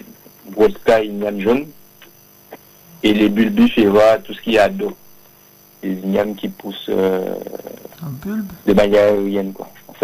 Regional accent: Les Abymes, Guadeloupe; Et moi en fait je suis originaire des Grands Fonds Grand Fond des Abîmes.

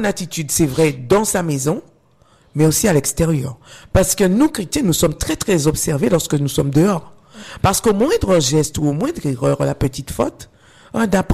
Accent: Guadeloupe; chez nous en Guadeloupe.

